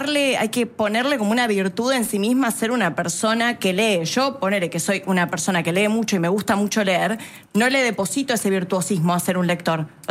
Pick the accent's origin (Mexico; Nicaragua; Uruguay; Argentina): Argentina; Buenos Aires; soy una porteña muy snob